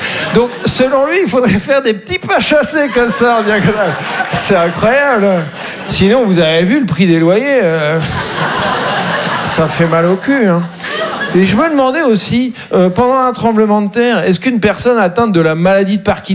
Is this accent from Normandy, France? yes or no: yes; Caen, Normandy, France; Et moi, je viens de Caen, en Normandie.